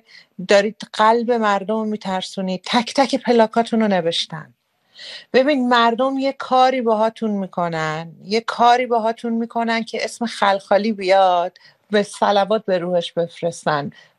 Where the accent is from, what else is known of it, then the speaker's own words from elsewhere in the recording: Rasht, Gilan, Iran; من بچه رشتم